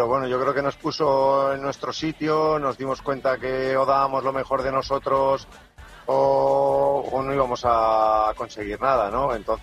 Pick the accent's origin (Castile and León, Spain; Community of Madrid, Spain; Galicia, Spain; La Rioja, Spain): La Rioja, Spain; Somos los dos riojanos